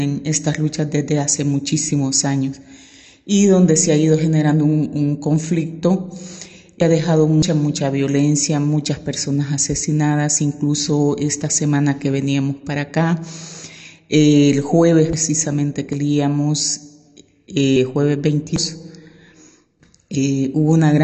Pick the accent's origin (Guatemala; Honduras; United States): Honduras; Tocoa, Colón; Vengo de Honduras, de la zona norte de Honduras, en un departamento que se llama Colón, en un municipio de Tocoa. Pero a toda esta región se le conoce como la región del Valle del Aguán, que es de donde yo vengo y pertenezco